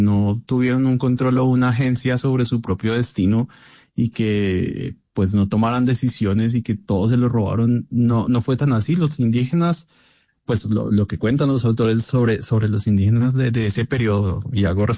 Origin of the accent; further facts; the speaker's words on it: Bogotá, Colombia; yo pues soy bogotano y caminaba por las calles y siempre me preguntaba cómo había sido este territorio hace 600 años.